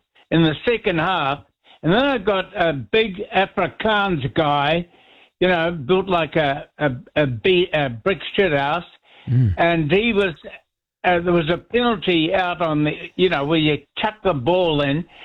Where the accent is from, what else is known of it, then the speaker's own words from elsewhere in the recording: Timaru, Canterbury, New Zealand; I'm a Kiwi from Timaru.